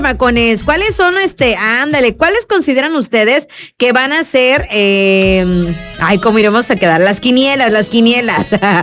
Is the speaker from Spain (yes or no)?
no; Mexico; esperando como buenos mexicanos que ya sea jueves